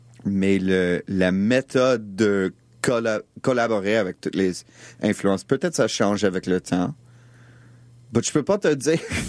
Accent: Montreal, Quebec, Canada; moi, j'ai grandi ici à Montréal.

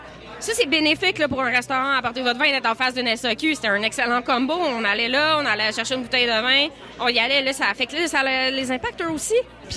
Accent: Montreal, Quebec, Canada; Mais moi, je suis de Ville-et-Mort et je parle majoritairement de Ville-et-Mort.

